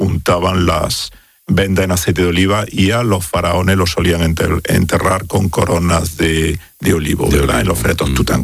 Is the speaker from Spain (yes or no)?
yes; Andalusia, Spain; botella de aceite de oliva de mi tierra de Jaén